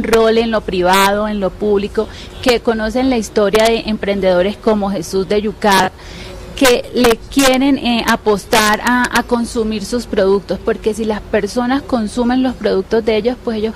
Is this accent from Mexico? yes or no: no; Ocaña, Norte de Santander, Colombia; Bueno, les quiero contar de mi tierra, de Ocaña. Soy de Ocaña, una norte de Santander, orgullosa de esa tierra.